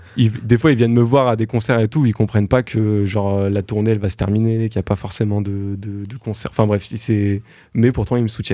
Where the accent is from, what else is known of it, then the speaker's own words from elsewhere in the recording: Valence, Auvergne-Rhône-Alpes, France; je suis de Valence.